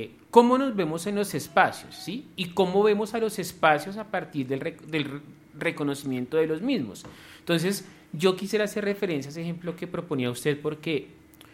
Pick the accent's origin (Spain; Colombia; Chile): Colombia; para vernos como colombianos